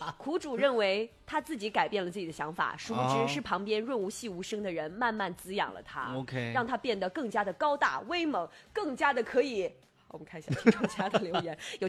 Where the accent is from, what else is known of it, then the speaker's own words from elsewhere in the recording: China; 国外吃的东西其实跟我们中国人吃的东西不太一样